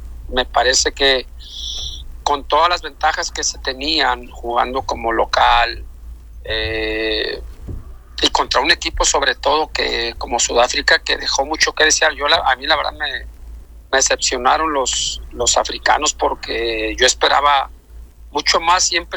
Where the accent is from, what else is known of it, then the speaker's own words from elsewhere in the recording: Tepic, Nayarit, Mexico; also born or lived in Guadalajara; now in Monterrey, Mexico; estoy, Pepe, ahorita entre Tepic, mi ciudad natal, y Monterrey por cuestiones okay. de trabajo. Monterrey está mi familia.